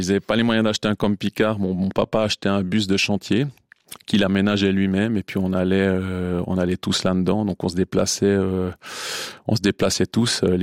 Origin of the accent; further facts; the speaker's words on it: Courtemaîche, Jura, Switzerland; Je viens de Courtemèche.